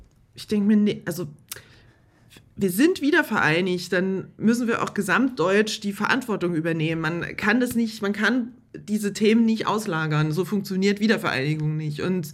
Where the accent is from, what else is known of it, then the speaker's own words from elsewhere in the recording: East Germany, Germany; now in Cologne, Germany; Also ich sag immer eigentlich, seit 2010, da bin ich nach Köln gezogen, seitdem habe ich eine ostdeutsche Identität irgendwie.